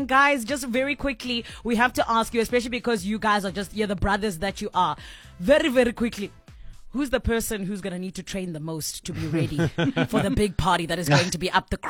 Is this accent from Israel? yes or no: no; South Africa; When it comes to wellness, being South African, part of it is still also looking after your party life.